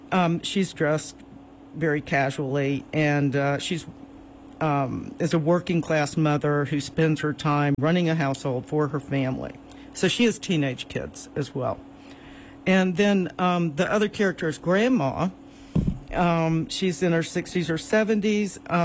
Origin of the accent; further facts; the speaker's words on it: the South, United States; I'm from the South.